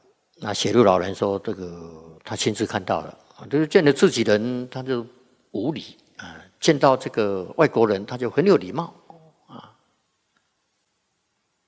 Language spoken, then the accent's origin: Chinese; Taiwan; 我们台湾这些本地的人